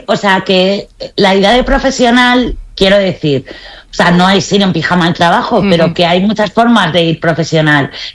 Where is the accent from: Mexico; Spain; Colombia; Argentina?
Spain; Mi horterismo no lo veo tan hortera porque yo soy española